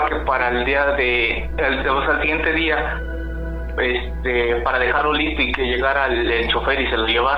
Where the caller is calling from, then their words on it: San Luis Potosí, Mexico; Desde San Luis Potosí.